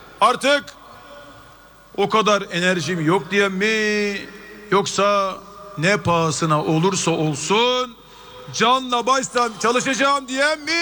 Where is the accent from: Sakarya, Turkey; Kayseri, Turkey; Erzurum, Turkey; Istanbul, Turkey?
Istanbul, Turkey; Sizler gibi sokaklardan geliyorum. Kasımpaşa'da büyüdüm.